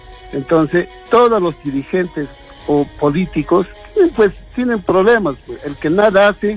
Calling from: Arequipa, Peru; Yo soy de Pedro P. Díaz

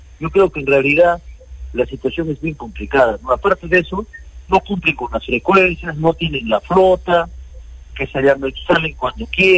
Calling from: Arequipa, Peru; acá yo vivo en Selva Alegre.

